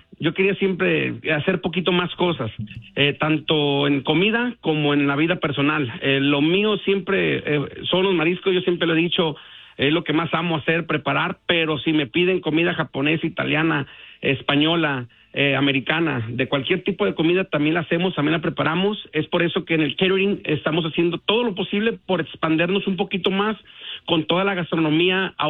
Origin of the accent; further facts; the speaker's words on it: Nayarit, Mexico; also born or lived in Sinaloa; now in United States; nosotros somos de Nayarit, del estado de Nayarit, de la parte de Tepic, parte costera también de Santiago Escuintla, Nayarit. También con familia en Sinaloa, parte de Mazatlán.